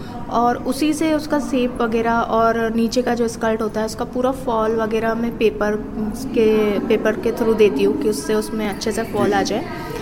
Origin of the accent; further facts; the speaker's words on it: Gwalior, Madhya Pradesh, India; मैं सीखकर तो अपने ग्वालियर से ही आई थी।